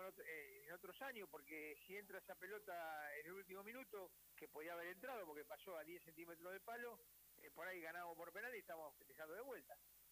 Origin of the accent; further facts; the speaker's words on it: Argentina; yo como argentino estoy agradecido